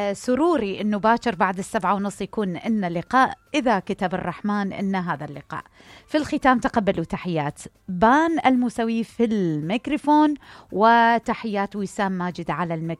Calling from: Baghdad, Baghdad Governorate, Iraq

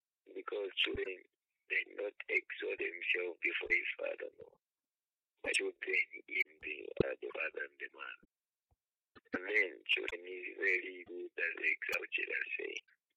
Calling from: Ndola, Copperbelt, Zambia; I'm calling you from Mandola.

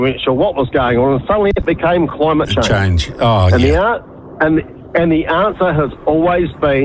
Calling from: Western Australia, Australia; I'm sitting here in West Island, in Western Australia working.

